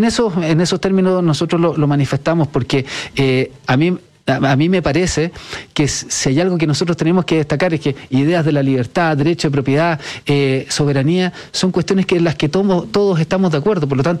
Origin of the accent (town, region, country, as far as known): Chile